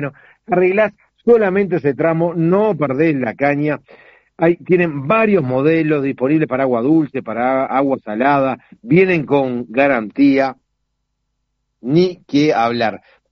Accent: Soca, Canelones, Uruguay; moved away; soy de Soca, yo, en mi pueblo. Y me preguntan, ¿de dónde estoy? Yo sigo siendo de Soca, aunque viva en otro lado, sigo siendo de Soca.

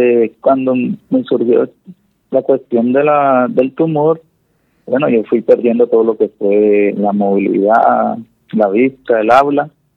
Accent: Ciénaga, Magdalena, Colombia; tengo 27 años, soy del municipio de Ciénaga Magdalena.

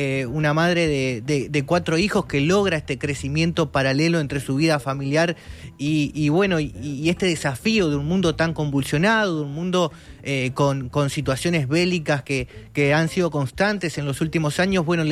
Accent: Uruguay

